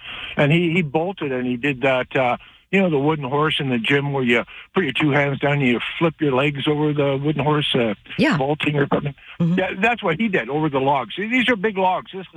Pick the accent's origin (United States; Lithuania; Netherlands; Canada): Canada; British Columbia; now in Alberta, Canada; I'm in Alberta now, but I was raised, born and raised in Vancouver Island